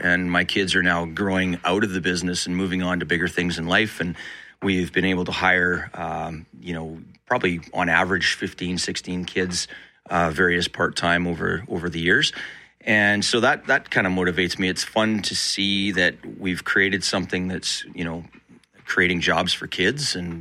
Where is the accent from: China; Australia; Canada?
Canada; Roland, Manitoba; also born or lived in Carman; That's where my primary, I guess that was the biggest duration of my life I spent in Roland. Went to school in Carmen.